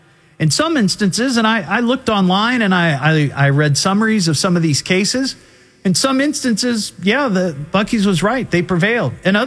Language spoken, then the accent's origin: English; Beaver Creek, United States; Beaver Creek, my hometown